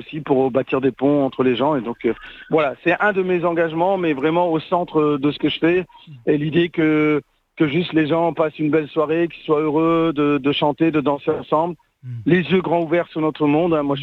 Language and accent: French; Lille, Hauts-de-France, France; donc on a commencé à Lille, hein, on est originaire de Lille, là-haut à la maison